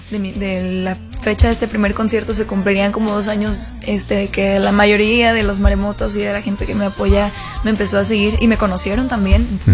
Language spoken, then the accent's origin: Spanish; Guadalajara, Jalisco, Mexico; moved away; Guadalajara, mi ciudad natal, y eso me emociona muchísimo porque además de que tengo tiempo de no ir a Guadalajara